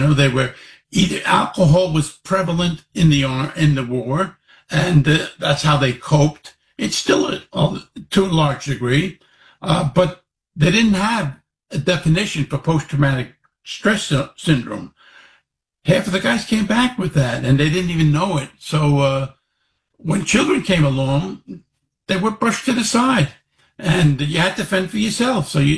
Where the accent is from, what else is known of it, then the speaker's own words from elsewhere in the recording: Queens, New York, United States; also born or lived in Florida; My mother was married three times, and we grew up in Queens, and she just kept marrying.